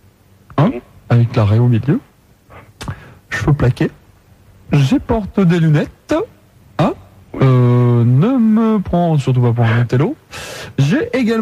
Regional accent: Mâcon, Bourgogne-Franche-Comté, France; Je suis de Mâcon.

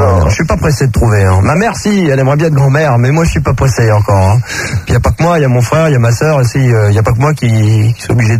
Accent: Versailles, Île-de-France, France; born there; Je suis né aux Franciscaines, t'as qu'à y aller, vous y allez tous demain.

